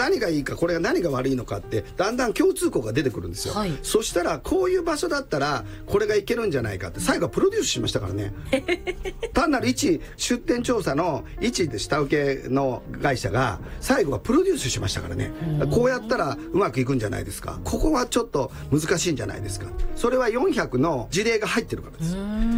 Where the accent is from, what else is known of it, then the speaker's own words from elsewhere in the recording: Osaka, Japan; あの私は大阪で生まれ育って、うん、まあ仕事は全国でやってて東京にも事務所があるんですけども、